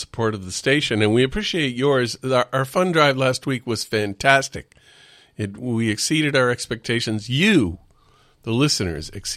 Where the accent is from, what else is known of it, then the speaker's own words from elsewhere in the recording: East Coast, United States; now in Washington, United States; I grew up on the East Coast, in case you didn't figure that out.